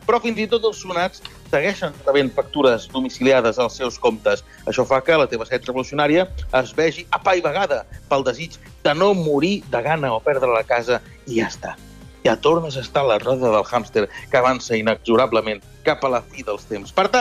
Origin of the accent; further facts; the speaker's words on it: Sabadell, Catalonia, Spain; Jo sóc de Sabadell